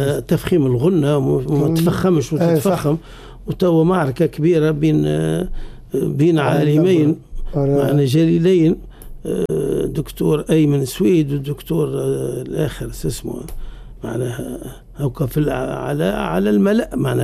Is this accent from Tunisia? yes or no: yes; Tunisia; إحنا عندنا في تونس